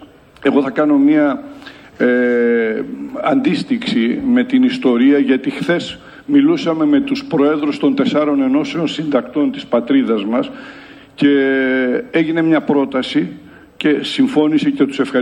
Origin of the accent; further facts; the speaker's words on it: Northern Greece, Greece; born there; εμείς εδώ που γεννηθήκαμε, ζούμε, λειτουργούμε στη Βόρειο Ελλάδα, μιλώ ως Βόρειο Ελλαδίτης